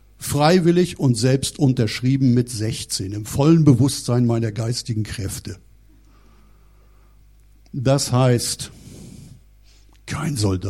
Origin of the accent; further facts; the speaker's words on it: Northern Germany, Germany; Aufgewachsen und geboren bin ich ganz im Norden, hört man vielleicht an der Stimme. Also ich sage mal, das ist jetzt nicht direkt sächsisch.